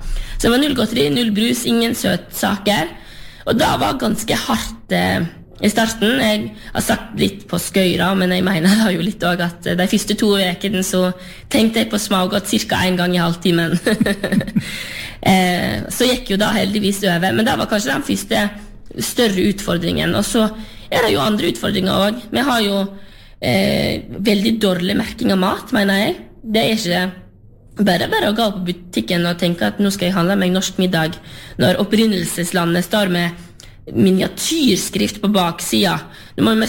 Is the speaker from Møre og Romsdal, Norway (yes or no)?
no; Vestland, Norway; som jeg kommer jo selv ifra Lerigard på Sørheim, og ser hva store ringvirkninger landbruket har i et lokalsamfunn, eller mange av de lokalsamfunnene som jeg har i Luster